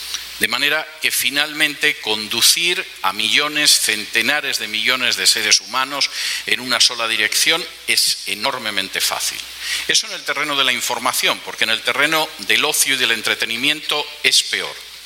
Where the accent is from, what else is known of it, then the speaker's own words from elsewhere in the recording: Spain; ¿Qué ha significado, por ejemplo, en mi país de origen, en España, el que se aprobara esa ley de salud sexual y reproductiva?